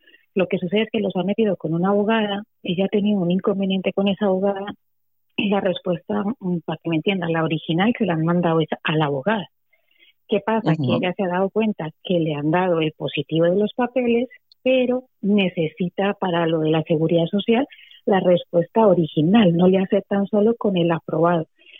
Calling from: Alcobendas, Community of Madrid, Spain; Llamo de Alcobendas

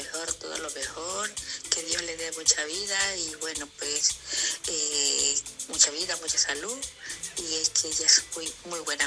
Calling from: Bolivia; soy de Bolivia.

